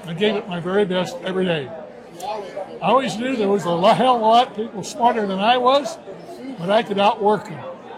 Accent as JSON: {"language": "English", "town": "Ames", "region": "Iowa", "country": "United States", "tie": "born there", "said": "Born in Ames, Iowa, Central Iowa."}